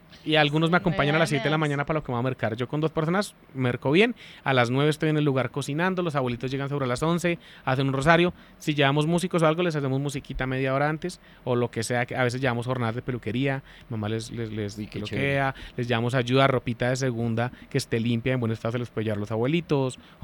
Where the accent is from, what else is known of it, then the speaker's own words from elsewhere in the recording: Bogotá, Colombia; Mi papá toca acordeón de manera empírica, él es de Bogotá también, y mis abuelos de Bogotá somos muy rolos